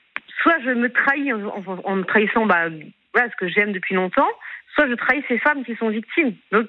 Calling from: Angers, Pays de la Loire, France; Sur Angers.

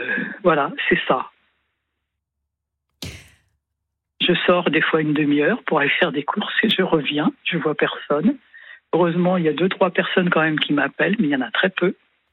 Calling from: Paris, Île-de-France, France; J'habite à Paris.

